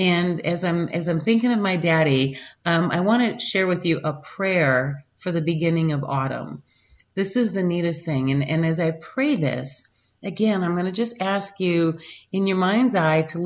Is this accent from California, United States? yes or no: no; Michigan, United States; when I was raised in Michigan